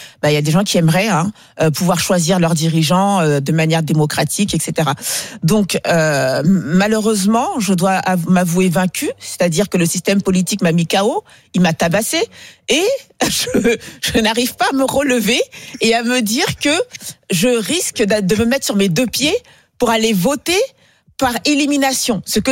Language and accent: French; France; moi en tout cas en tant que Française, ce n'est pas le second tour que je veux.